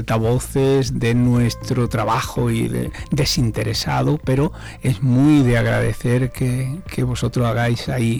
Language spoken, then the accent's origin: Spanish; Cádiz, Andalusia, Spain; en todos los sitios menos en mi tierra, que soy de Cádiz.